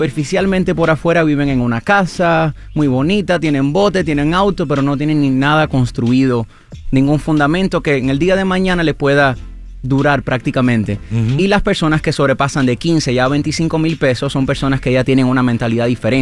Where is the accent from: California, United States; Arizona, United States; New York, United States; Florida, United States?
Florida, United States; Miami; also born or lived in Cuba; now in Homestead, United States; Yo soy cubano, soy prácticamente criado aquí en Miami. Ahora resido ahora en Homestead ahora.